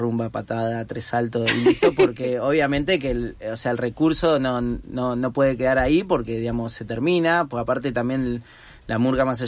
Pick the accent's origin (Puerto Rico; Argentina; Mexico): Argentina; Buenos Aires; yo soy de Barracas.